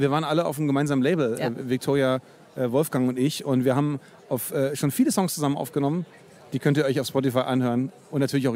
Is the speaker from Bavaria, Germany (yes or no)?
yes; Bavaria, Germany; now in Berlin, Germany; Ich kann auch Berlinern, aber ich sehe mich schon als Franke.